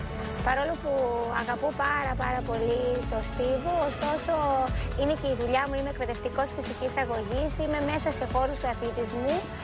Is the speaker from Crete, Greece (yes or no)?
yes; Kasteli, Crete, Greece; now in Heraklion, Greece; Εγώ κατάγομαι από το Καστέλι, εκεί δεν είχαμε συλλόγους.